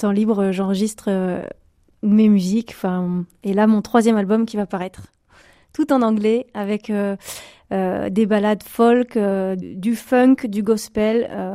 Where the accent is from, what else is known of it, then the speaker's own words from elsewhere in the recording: Centre-Val de Loire, France; also born or lived in Réunion / Thiron-Gardais; now in Vimoutiers area, Orne, France; J'ai grandi dans le Perche et puis mes origines plus profondes, c'est l'île de la Réunion.